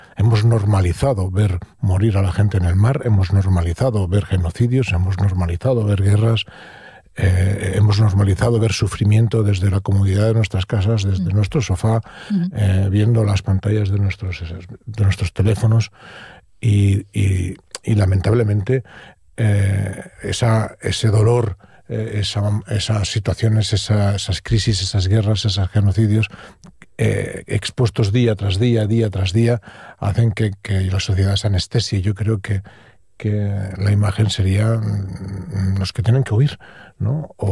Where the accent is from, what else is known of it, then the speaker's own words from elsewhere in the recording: Catalonia, Spain; en mi tierra, en Cataluña